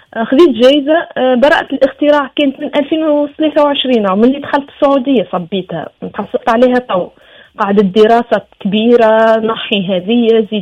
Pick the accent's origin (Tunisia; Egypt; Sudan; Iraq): Tunisia; Sousse, Sousse Governorate; now in Saudi Arabia; انا بنت سوسه, بنت جامعه سوسه.